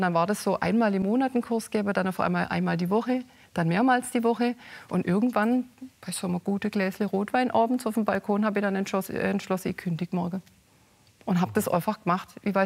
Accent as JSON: {"language": "German", "region": "Baden-Württemberg", "country": "Germany", "accent": "Swabian"}